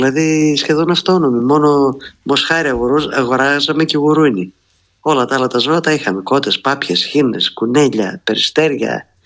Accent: Karditsa, Thessaly, Greece; Γιατί είμαι από την Καρδίτσα.

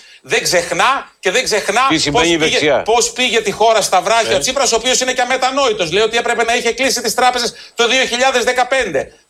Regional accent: Thessaloniki, Central Macedonia, Greece; also born or lived in Kilkis; γιατί εγώ είμαι Θεσσαλονικιός.

